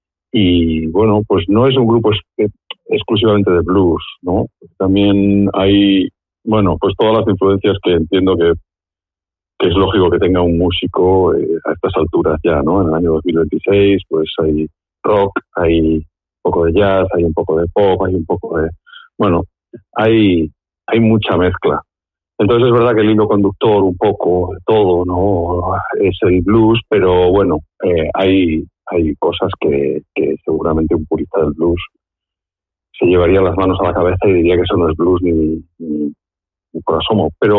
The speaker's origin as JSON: {"language": "Spanish", "region": "Galicia", "country": "Spain", "also_born_or_lived": "San Sebastián", "moved": "as an adult", "lives_now": "Hendaye, France", "said": "que yo soy gallego en realidad y vine pues hace ya unos cuantos años, como 20 años, a estudiar a Musikene y ya me quedé por aquí. Y ahora, pues bueno, pues la vida me ha traído a Hendaya"}